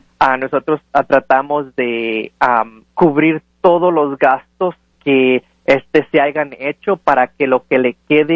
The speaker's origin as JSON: {"language": "Spanish", "town": "Lázaro Cárdenas", "region": "Michoacán", "country": "Mexico", "said": "Yo soy de Lázaro Cárdenas, Michoacán."}